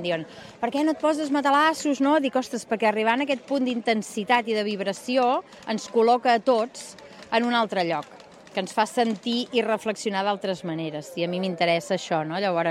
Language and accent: Catalan; Girona, Catalonia, Spain; also born or lived in Terrassa; de Girona. Sí, sí, jo estic allà vivint i nascuda, bueno, nascuda a Terrassa, però viscuda a Girona molt de temps, i d'allà, però després hem passat per molts i molts llocs.